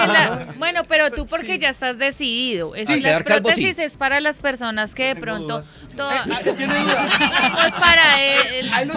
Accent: Villeta, Cundinamarca, Colombia; yo soy de Villeta

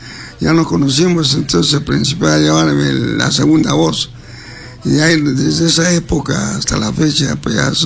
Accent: Arequipa, Peru; born there; also born or lived in Yura; yo nací acá en Arequipa, pero me bautizaron en la iglesia de San Antonio.

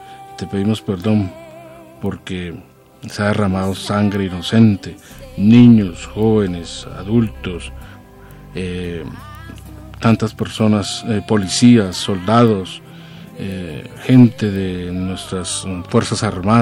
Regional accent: Colombia; que hoy, como colombianos, confiemos en ti

